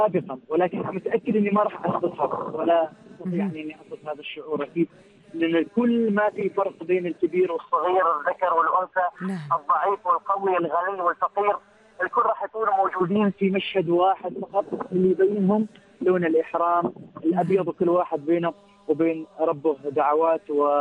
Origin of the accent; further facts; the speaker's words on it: Oman; فهذا العدد مبارك لسلطنة عمان،